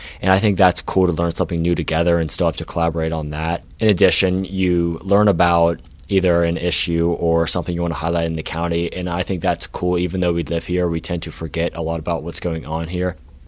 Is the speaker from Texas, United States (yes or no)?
no; Greensburg, Pennsylvania, United States; I grew up in Greensburg, right near where the courthouse is.